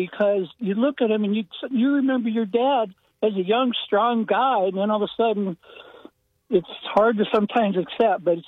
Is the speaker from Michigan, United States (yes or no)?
no; Warren, Ohio, United States; My dad we grew up in Warren, Ohio